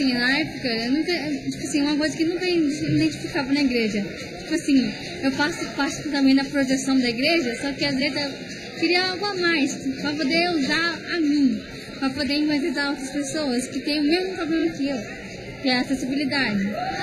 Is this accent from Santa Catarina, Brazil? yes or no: no; Imperatriz, Maranhão, Brazil; Eu nasci no Maranhão, eu sou maranhense, não sou nem paraense, não sou. E a gente nasceu na Imperatriz.